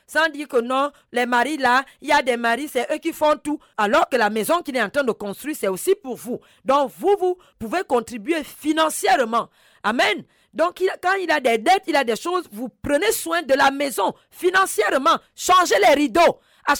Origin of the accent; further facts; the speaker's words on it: Gabon; moved away; chez moi au Gabon